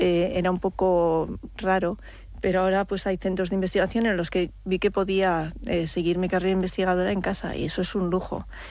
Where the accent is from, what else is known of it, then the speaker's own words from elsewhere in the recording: Bilbao, Basque Country, Spain; moved away as an adult; Bueno, es que soy de Bilbao.